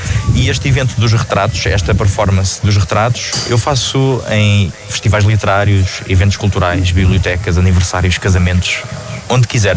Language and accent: Portuguese; Leiria, Centro, Portugal; Eu sou daqui, sou de Leiria, sou dos Magazes, portanto, não sou de muito longe.